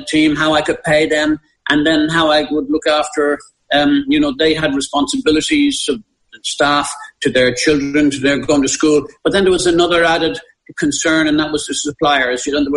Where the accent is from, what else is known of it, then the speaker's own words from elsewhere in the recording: Ireland; as an Irish person, I felt inferior. I had an inferiority complex when I went to England.